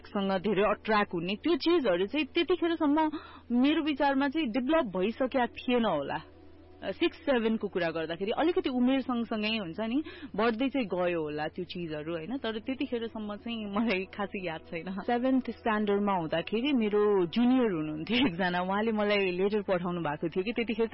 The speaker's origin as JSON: {"language": "Nepali", "town": "Geetanagar", "region": "Bagmati", "country": "Nepal", "tie": "born there", "said": "मेरो जन्म चाहिँ नारायणगढ चितवनको गीतानगरमा भएको हो"}